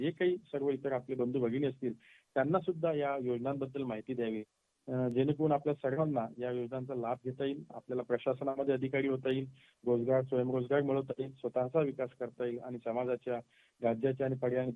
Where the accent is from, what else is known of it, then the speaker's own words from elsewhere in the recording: Kumgaon, Maharashtra, India; born there; मी सुद्धा एका बुलढाणा जिल्ह्यातील नांदुरा तालुक्यातील कुमगाव सारख्या छोट्याशा खेड्यात जन्माला आलो. माझ्या घरची परिस्थिती अत्यंत हलाकीची होती